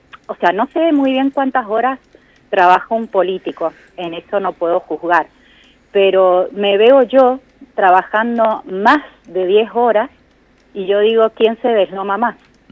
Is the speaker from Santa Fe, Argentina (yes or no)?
no; Rodeo de la Cruz, Mendoza, Argentina; Soy de Rodeo de la Cruz.